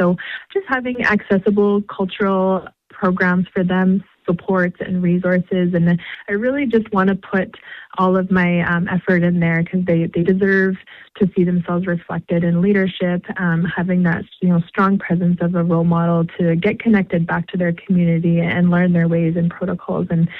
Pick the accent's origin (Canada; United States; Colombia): Canada; Fort McMurray, Alberta; also born or lived in Cold Lake First Nations, Alberta; But I actually grew up in Fort McMurray, Alberta, which is in Treaty 8 territory. So I always like to, you know, pay respect to where I grew up. I went to high school in Fort McMurray